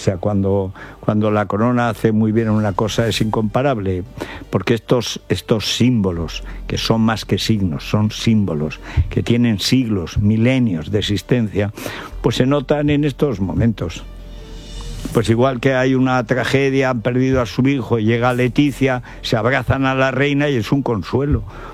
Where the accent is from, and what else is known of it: Aragon, Spain; born there